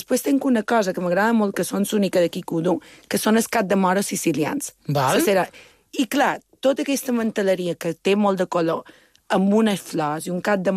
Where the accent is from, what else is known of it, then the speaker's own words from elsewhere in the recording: Balearic Islands, Spain; Clar, és que mira, jo te cont, jo som molt mallorquina.